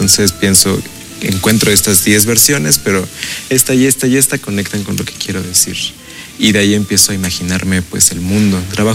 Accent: Toluca, State of Mexico, Mexico; soy originario, pues, en realidad de la Ciudad de México, pero crecí aquí en Toluca, entonces toluqueño.

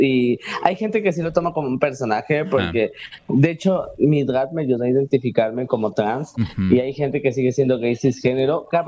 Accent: Mexico; Soy una mexicana que trabaja día y noche, de lunes a sábado y domingo también, de día y sol.

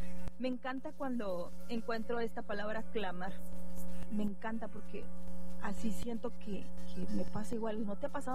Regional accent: Monterrey, Nuevo León, Mexico; Yo soy regia

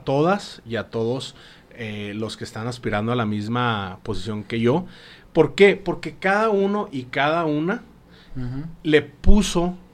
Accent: Chihuahua, Mexico; soy chihuahuense, soy ganadero de cuarta generación de la capital, y me siento muy orgulloso de mis raíces, me siento muy orgulloso de Chihuahua

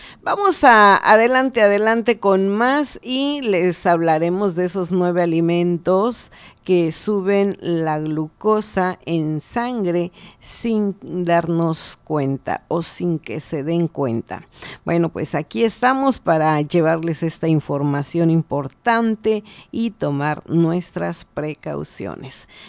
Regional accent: Guerrero, Mexico; aquí me quedo en mi pueblo adorado, Coicatalán.

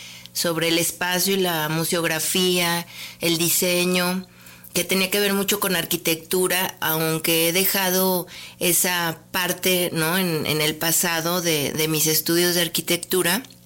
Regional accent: Aguascalientes, Mexico; con lo que yo vivo en mi entorno, en mi país, con lo que yo he crecido plásticamente en Aguascalientes

